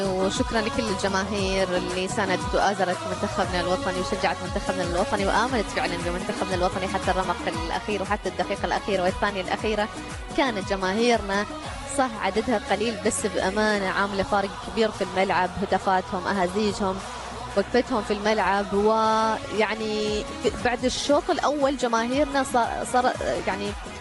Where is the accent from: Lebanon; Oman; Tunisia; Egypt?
Oman; ليلة جدا مختلفة بالنسبة لنا كعمانيين